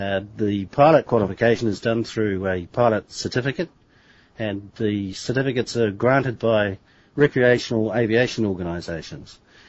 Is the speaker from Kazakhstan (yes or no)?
no; New Zealand; in my home country of New Zealand